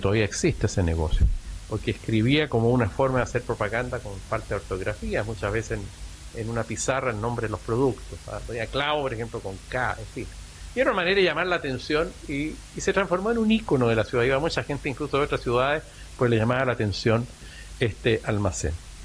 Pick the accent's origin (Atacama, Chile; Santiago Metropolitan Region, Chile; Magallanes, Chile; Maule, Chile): Atacama, Chile; Vallenar; born there; mi comuna donde yo nací, la comuna de Vallenari, que represento en este parlamento y es parte de la región de Atacama.